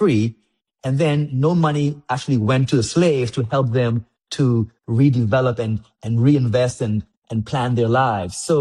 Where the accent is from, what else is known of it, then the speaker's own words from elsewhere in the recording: Cockburn Town, Turks & Caicos Islands; I grew up in Grand Turk.